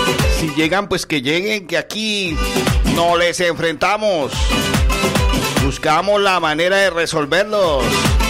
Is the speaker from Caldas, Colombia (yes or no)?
no; Santander, Colombia